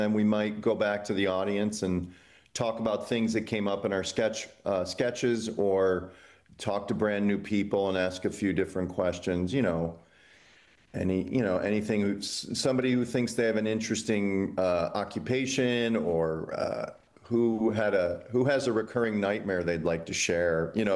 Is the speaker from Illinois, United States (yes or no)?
yes; Illinois, United States; And I grew up in Illinois, and so I traversed Nebraska many times by car.